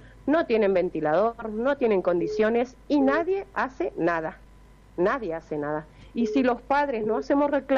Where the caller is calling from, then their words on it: Chaco, Argentina; Yo soy de La Ruita, calle 29 y 30.